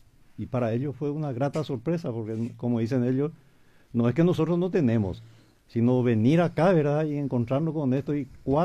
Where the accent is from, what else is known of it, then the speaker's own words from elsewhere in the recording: Paraguay; O sea, tenemos que estar orgullosos como paraguayos